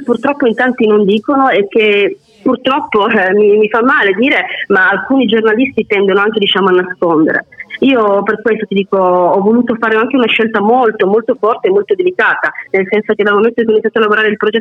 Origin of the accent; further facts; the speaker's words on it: Sicily, Italy; chi meglio di una siciliana può raccontare la nostra terra